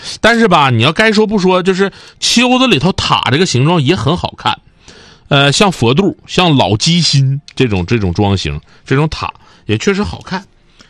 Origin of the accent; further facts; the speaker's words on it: Northeast China, China; 我们出去一说都是说东北人，我们很少有说哎呀我长春人，或者说我是吉林省人，都很少有这么说，很少，但也有，我们大多数都是我们东北人，我们就这么唠。